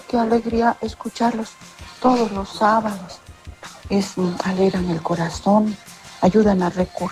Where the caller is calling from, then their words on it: Palos Blancos, Tarija, Bolivia; soy de Palos Blancos, provincia Ocuno, departamento de Tarija.